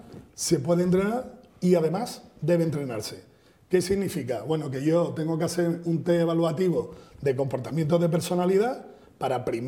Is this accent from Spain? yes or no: yes; Spain